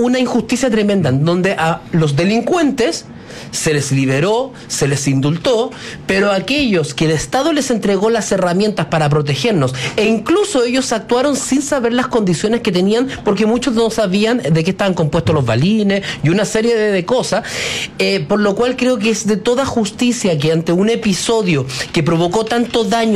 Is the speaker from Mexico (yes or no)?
no; Chile; Una cosa es respetar los fallos judiciales, como concejal, como chileno y todo